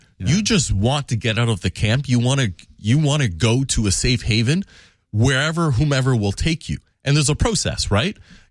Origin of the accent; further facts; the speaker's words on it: Canada; there is really no reason I should have been lucky enough to be born and raised in Canada, right?